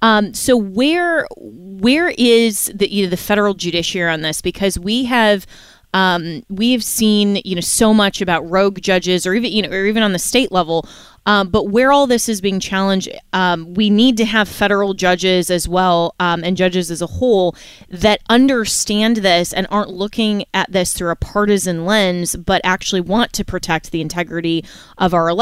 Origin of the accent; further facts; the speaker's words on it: Florida, United States; my home state, Florida's AG, James Uthmeyer.